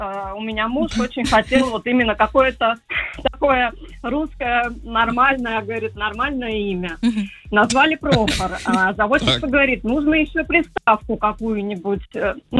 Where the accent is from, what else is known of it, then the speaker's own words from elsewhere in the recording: Podolsk, Moscow Oblast, Russia; я из Подольска, мы из Подольска